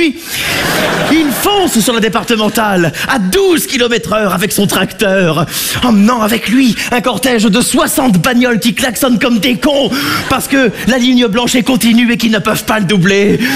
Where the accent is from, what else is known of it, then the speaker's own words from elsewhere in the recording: Auvergne-Rhône-Alpes, France; Ah, je suis ravi de jouer à Paris parce que ça me rappelle un peu ma région natale. J'arrive d'Auvergne.